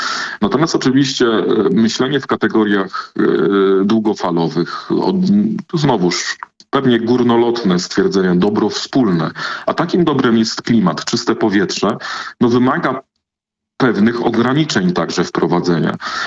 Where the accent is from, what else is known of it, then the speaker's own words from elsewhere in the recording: Kościerzyna, Pomeranian Voivodeship, Poland; Ja pochodzę z takiego małego miasta na Kaszubach, się nazywa Kościerzewa